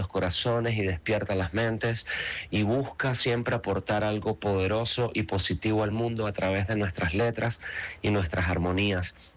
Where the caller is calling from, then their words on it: Venezuela; nosotros somos … de Venezuela y le enviamos un saludo especial a nuestra familia de la radio USBFMI desde acá de Venezuela.